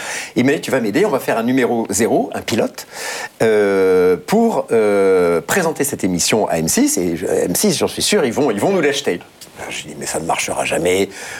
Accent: Nouvelle-Aquitaine, France; Et je retrouve les joies de mon enfance, sur la Côte Basque et sur le Pays Basque intérieur, ce qui est une région magnifique.

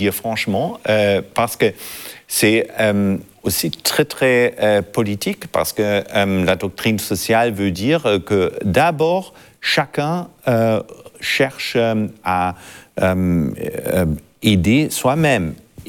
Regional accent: Germany; French is a second language; De temps en temps, chez nous, en Allemagne, on a encore un petit peu peur d'être regardé comme missionnaire.

